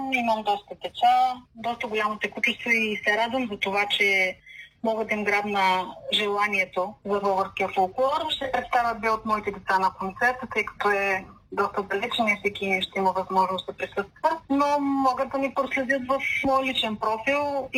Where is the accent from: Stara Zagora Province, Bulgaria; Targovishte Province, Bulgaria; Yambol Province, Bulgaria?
Yambol Province, Bulgaria; Yambol; изключително удоволствие да представя на публиката на град Ямбол моите песни и да се върна за малко в моят роден град.